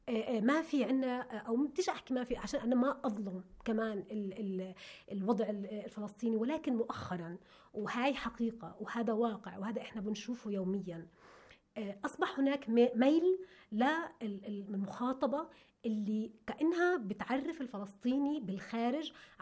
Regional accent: Palestine; للأسف احنا الفلسطيني يبدو انه احنا نريد حتى على أنفسنا

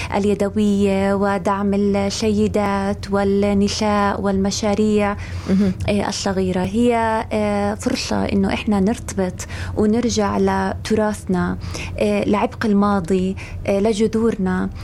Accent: Palestine; إحنا كشعب فلسطيني مصرين على التمسك بتراثنا، تاريخنا وجذورنا اللي بتربطنا بهاي الأرض وبتزرعنا فيها

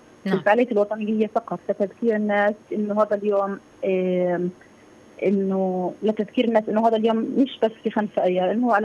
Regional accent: Palestine; إحنا كشعب فلسطيني

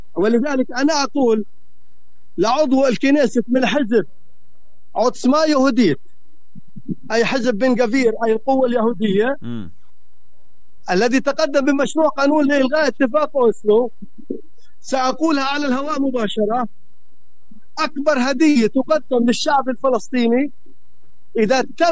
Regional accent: Palestine; انت وانا فلسطيني

